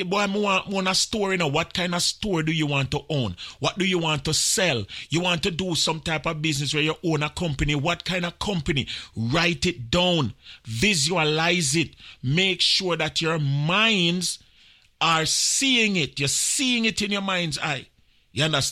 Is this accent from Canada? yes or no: no; Jamaica; Because you know we as Jamaican, you know, anytime we hear somebody say England, automatically we start talking English.